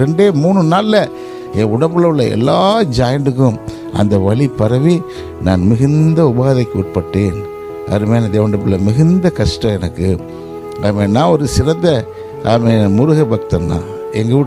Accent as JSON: {"language": "Tamil", "town": "Vadakarai", "region": "Tamil Nadu", "country": "India", "tie": "born or raised there", "said": "நாங்கள் வசிக்கிற ஆமீன் முன்னாள் தஞ்சை ஒருங்கிணைந்த தஞ்சை மாவட்டம், இப்போது நாகப்பட்டினம் மாவட்டத்தில் இருக்கிற ஆமீன் வடகரைங்கிற சிற்றூரில் ஆமீன் அந்த ஊரே எங்களோட சேர்ந்தது. ஆமீன், ரொம்ப வசதி வாய்ப்பு உள்ள ஒரு நல்ல குடும்பத்தில் நாங்கள் பிறந்தோம்."}